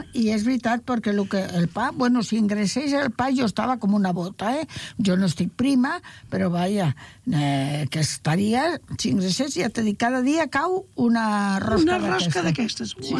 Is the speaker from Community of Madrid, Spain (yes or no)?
yes; Madrid, Community of Madrid, Spain; now in Arenys, Spain; Pues hay una madrileña aquí que se pasa, eh, de raya.